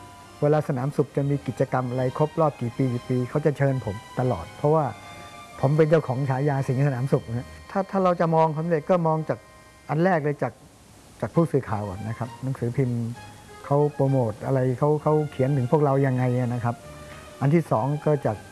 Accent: Phitsanulok, Thailand; พอผมเรียนประถมที่จังหวัดพิษณุโลกนะผมเป็นคนพิษณุโลก

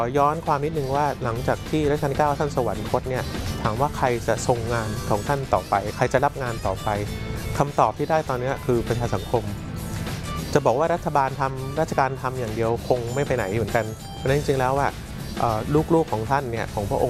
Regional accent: Bangkok, Thailand

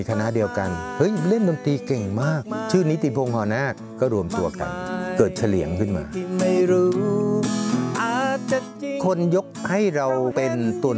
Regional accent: Bangkok, Thailand; born there; อายุก็ตอนนี้นะครับจริงๆแล้วก็64แล้วเกิดในกรุงเทพมหานครแต่คุณพ่อคุณแม่เป็นชาวสมุทรสงครามอัมพวาบางคนทีแถวๆนั้นนะครับมีคลองมีสวนเป็นชาวสวนกันมาก่อนแล้วก็โยกย้ายมาอยู่ในกรุงเทพ

